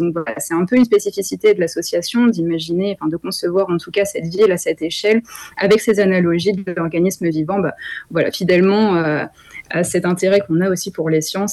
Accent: Île-de-France, France; moved away as an adult; now in Toulouse, France; Pas du tout, comme mon accent le l'indique. Non, je suis de région parisienne et je suis descendue à Toulouse il y a 5 ans.

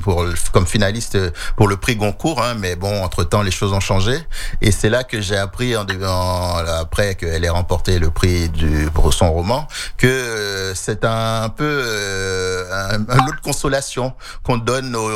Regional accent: Haiti; on est haïtien

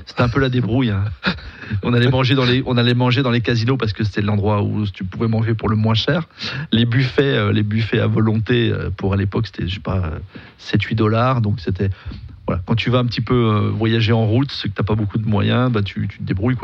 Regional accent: Geneva, Switzerland; Besançon, j'ai grandi à Genève.

